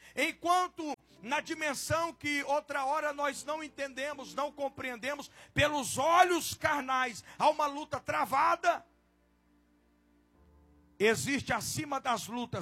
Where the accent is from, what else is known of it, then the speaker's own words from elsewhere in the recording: Goiás, Brazil; accent: goiana; E eu vou usar uma linguagem bem goiana lá na minha cidade